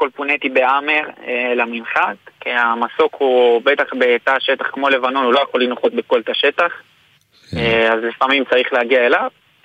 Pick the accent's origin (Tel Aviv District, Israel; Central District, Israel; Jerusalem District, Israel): Jerusalem District, Israel; Jerusalem; born or raised there